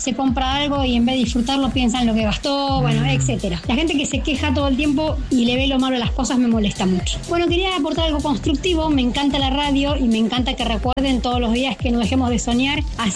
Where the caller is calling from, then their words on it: Lanús, Buenos Aires Province, Argentina; de Lanús.